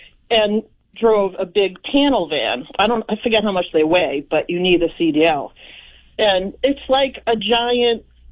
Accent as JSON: {"language": "English", "town": "Arlington", "region": "Massachusetts", "country": "United States", "tie": "born or raised there", "said": "So I grew up in Arlington, Massachusetts, where Maury Healy lives."}